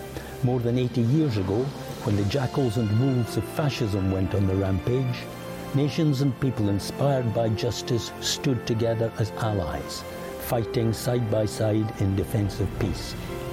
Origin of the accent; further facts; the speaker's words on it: Scotland, United Kingdom; now in China; I come from Scotland, the homeland of … a song known and sung throughout the world in the name of friendship.